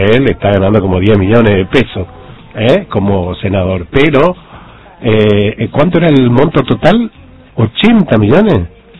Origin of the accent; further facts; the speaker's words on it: Formosa, Argentina; somos de Formosa